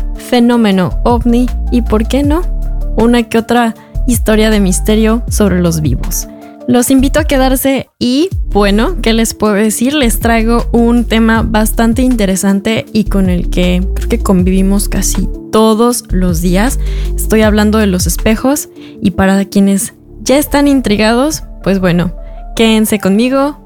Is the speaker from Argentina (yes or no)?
no; Mexico; now in Norway; para quien no me conoce, soy periodista de México